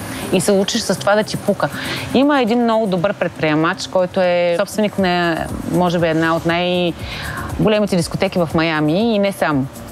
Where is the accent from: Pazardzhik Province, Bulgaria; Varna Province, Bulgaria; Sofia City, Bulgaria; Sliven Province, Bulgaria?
Varna Province, Bulgaria; Varna; now in Barcelona, Spain; аз съм от Варна, той от София, живеем в близо до Барселона